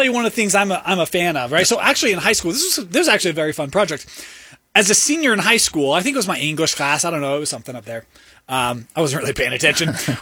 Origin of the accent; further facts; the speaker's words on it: Idaho, United States; now in Utah, United States; I grew up in Idaho.